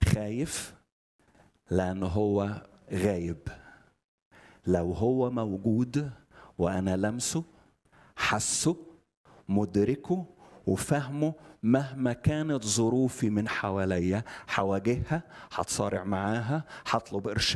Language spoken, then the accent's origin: Arabic; Alexandria, Alexandria Governorate, Egypt; انا اسكندراني صعيدي اه، بس اسكندراني. عندنا خناقاتنا احنا الاسكندرانيه